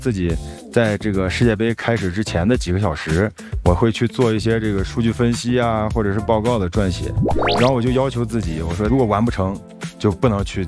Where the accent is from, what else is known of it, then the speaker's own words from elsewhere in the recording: Henan, China; 我是河南人。